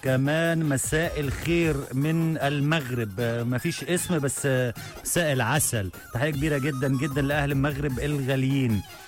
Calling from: Tunisia; من تونس عايز بعد إذنك أسمع مزيكا شهيصة للنجم

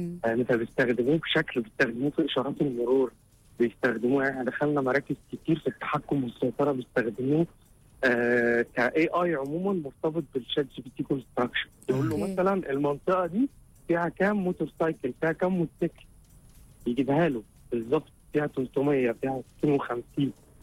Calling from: United Arab Emirates; ايوه من الامارات.

